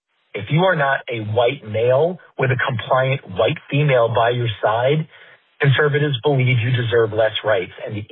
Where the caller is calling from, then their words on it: Davidson, North Carolina, United States; from Davidson, North Carolina.